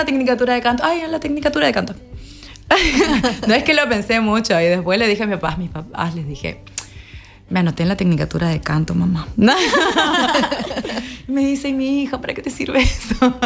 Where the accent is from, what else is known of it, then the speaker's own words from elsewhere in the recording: Goya, Corrientes, Argentina; moved away as an adult; now in Corrientes, Argentina; la misma cantidad que viví en Goya.